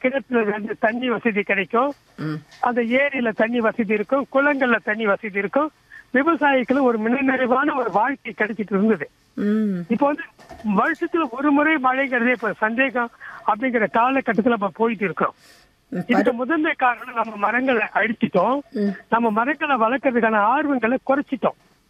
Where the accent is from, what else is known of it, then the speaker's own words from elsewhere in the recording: Viluppuram district, Tamil Nadu, India; எங்க பகுதி விழுப்புரம் மாவட்டம் அப்படின்னு சொல்லி சொல்ற நேரங்கள்ல நிறைய இடங்கள்ல காடுகள், மலைகள், மலையும் மலை சார்ந்த பகுதி, காடுகள் சார்ந்த பகுதியில நாங்க வாழ்ந்துட்டு இருக்கிறோம்.